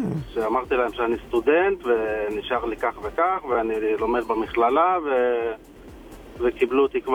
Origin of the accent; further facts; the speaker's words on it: Tirat Carmel, Haifa District, Israel; טירת כרמל.